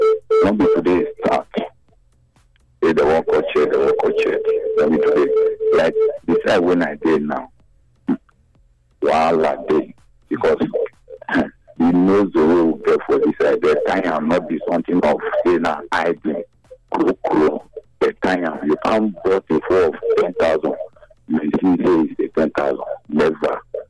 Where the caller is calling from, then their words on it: Mumbai, Maharashtra, India; I'm just calling from Mumbai.